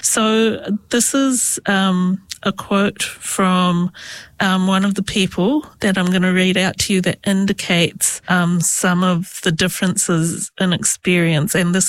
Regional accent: Hamilton, Waikato, New Zealand; born there; also born or lived in India / Canada; the answer to the question where I'm from is always Kirikiriroa, Hamilton.

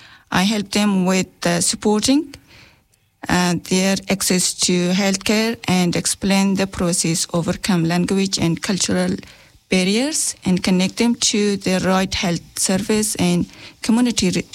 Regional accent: Afghanistan; now in Palmerston North, New Zealand; I'm from Afghanistan.

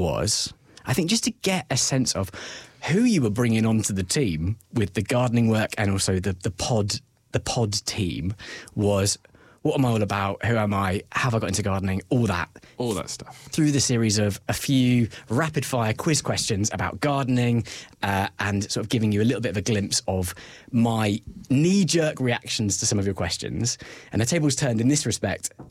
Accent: England, United Kingdom; now in New Zealand; both of us growing up in England

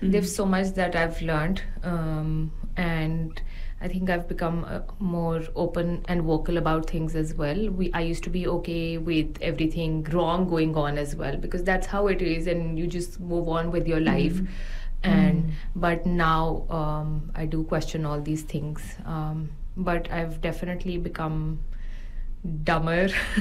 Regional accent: Pakistan; now in New Zealand; when I moved from Pakistan here

